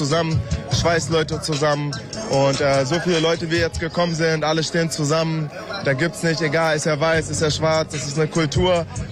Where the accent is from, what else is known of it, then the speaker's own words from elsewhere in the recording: Braunschweig, Lower Saxony, Germany; aber ich bin aus Braunschweig, ich habe es geschafft in die NBA